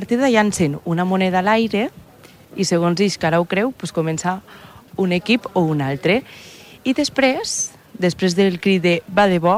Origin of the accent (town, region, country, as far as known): Xeraco, Valencian Community, Spain